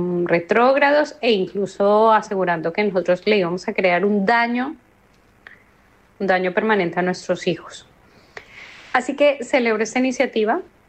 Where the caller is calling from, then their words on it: Colombia; de Colombia